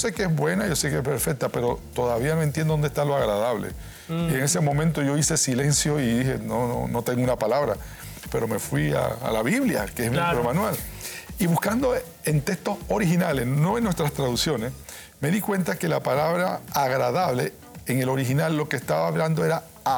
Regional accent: Panama; Nosotros como panameños

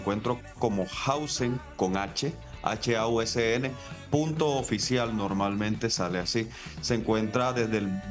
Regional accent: Valledupar, Cesar, Colombia; also born or lived in Tamalameque; Soy de Valledupar, pero nací en Tamalameque, Cesar.

